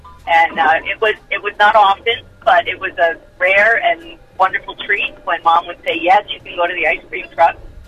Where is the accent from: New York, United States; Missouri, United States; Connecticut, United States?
Connecticut, United States; born there; Growing up on Alexander's Lake, we had what they used to call a tent site there.